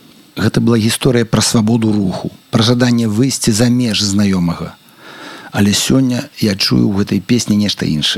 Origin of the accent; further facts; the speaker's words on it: Germany; also born or lived in Belarus; Маё дзяцінства прайшло ў Нямеччыне, і весь час мы ездзілі да хаты ў Беларусь.